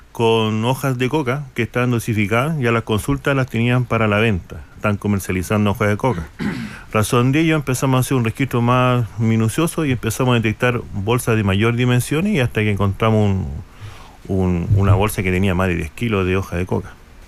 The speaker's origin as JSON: {"language": "Spanish", "country": "Chile", "said": "nosotros como ciudadanos chilenos tenemos esta cultura de masticar la hoja de coca"}